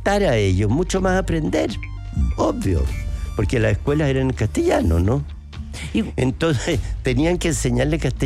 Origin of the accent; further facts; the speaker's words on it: Chile; Los más racistas que hay somos los chilenos.